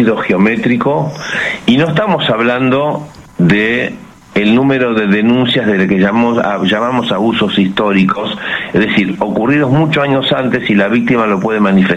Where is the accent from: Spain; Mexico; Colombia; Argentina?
Colombia; Bogotá; Mira, yo vengo de Bogotá. Bogotá es una sociedad atravesada por la violencia estructural, son décadas de violencia.